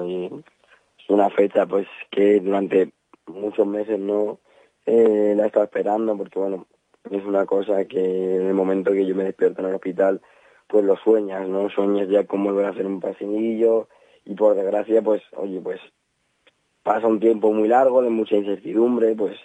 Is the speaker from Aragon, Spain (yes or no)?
no; Madrid, Community of Madrid, Spain; born there; yo nací en Madrid, pero obviamente después mis padres son de Burgondo, entonces bueno, yo pasaba aquí todos los inviernos, todos los veranos, muchísimos fines de semana, Semana Santa